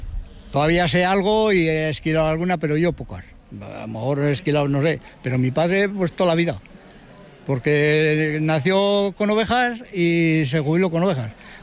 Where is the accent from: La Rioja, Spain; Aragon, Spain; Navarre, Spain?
La Rioja, Spain; Brieva de Cameros; Que soy de aquí de Breva de Cameros, nacido y me he criado aquí toda la vida